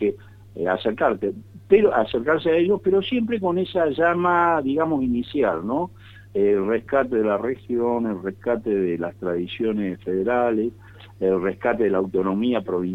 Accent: Santa Fe, Argentina; que tenemos que hacer como santafesinos y como argentinos

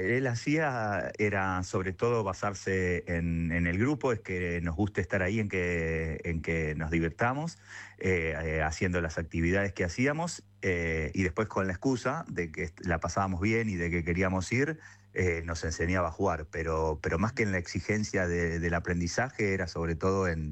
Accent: Florida, Buenos Aires Province, Argentina; soy de Florida

